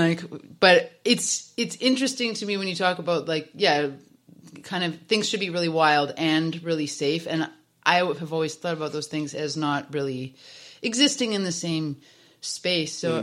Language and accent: English; Alberta, Canada; but I grew up in Alberta